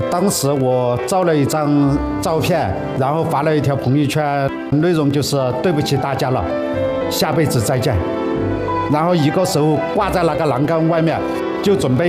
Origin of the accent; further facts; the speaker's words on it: Dazhou, Sichuan, China; moved away; 有一次我还想回我老家达州去找亲戚朋友，借点钱来做周转。